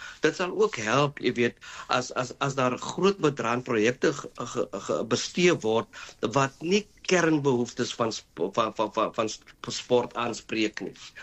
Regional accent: North West Province, North West, South Africa; ek is van Noordwes provinsie.

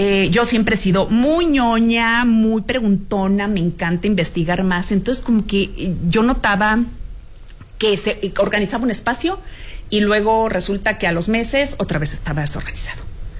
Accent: Sonora, Mexico; O sea, norteña, al final de cuentas, norteña. Ajá. Soy de Sonora.

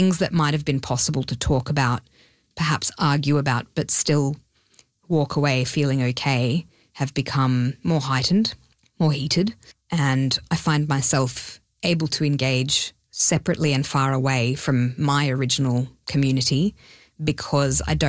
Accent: Sydney, New South Wales, Australia; first language Hebrew; English is a second language; moved away; I'm from Sydney, Australia originally, and I was born from Israeli parents. So I grew up speaking Hebrew

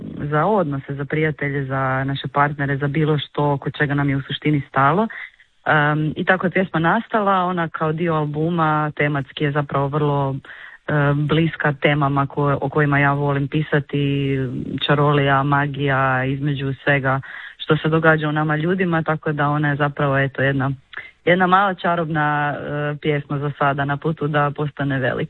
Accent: Đurđevac, Koprivnica-Križevci County, Croatia; now in Zagreb, Croatia

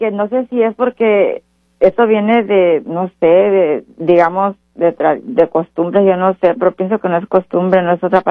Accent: Michoacán, Mexico; moved away

